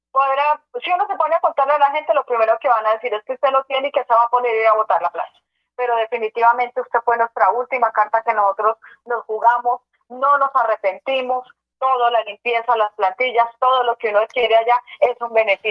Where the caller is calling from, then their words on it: Siachoque, Boyacá, Colombia; De Zipachoque, Boyacá.